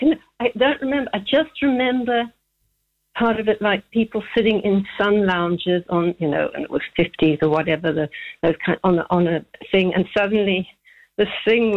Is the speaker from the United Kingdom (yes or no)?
no; Zambia; So I grew up in Zambia. I'm 75, so it was not Zambia then.